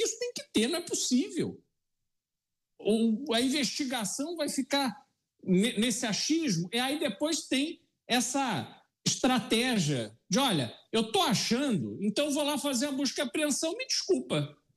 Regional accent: Brazil; nós, como brasileiros

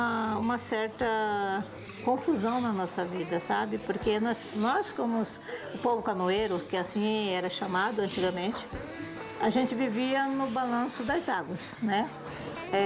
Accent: Pantanal, Brazil; Minha vida como pantaneira, a minha infância, eu tinha liberdade para me ir e vir, né, aonde eu queria.

